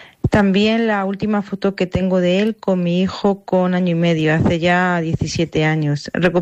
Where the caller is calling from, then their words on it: Vallecas, Community of Madrid, Spain; de Vallecas.